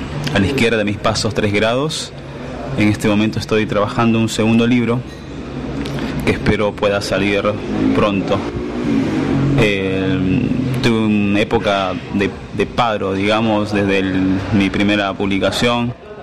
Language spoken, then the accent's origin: Spanish; Peru; moved away as an adult; now in Alto Valle, Argentina; soy peruano, vivo en la Argentina desde el 2006 y aquí en el Valle desde el 2011.